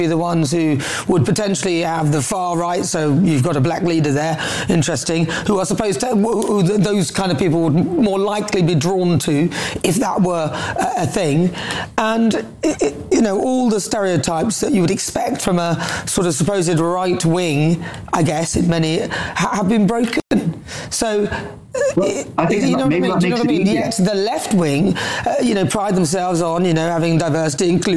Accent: Newcastle, North East England, United Kingdom; I am a northern working class woman, by the way, just so you know. You know, I was born in Newcastle. I'm a Geordie.

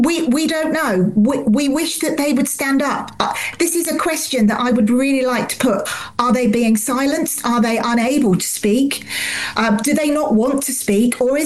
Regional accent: Piddington, England, United Kingdom; This has been my home since I was born. I'm born and bred in Piddington.

